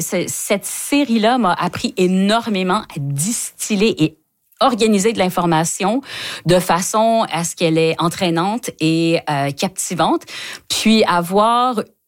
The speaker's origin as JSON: {"language": "French", "region": "Ontario", "country": "Canada", "tie": "born or raised there", "said": "en ayant grandi en tant que franco-ontarienne, on avait très peu de choses qui étaient faites pour nous."}